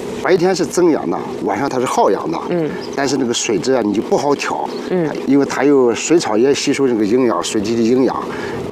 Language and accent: Chinese; Anhui, China; now in Inner Mongolia, China; 毕竟我是安徽人，比他们有经验。